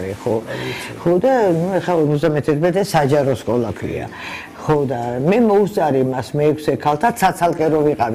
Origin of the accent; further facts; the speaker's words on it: Tbilisi, Georgia; მე დავიბადე ბელისკის ქუჩაზე, ანუ ვერაზე, თარხიშვილის ქუჩაზე იმ სამშობიაროში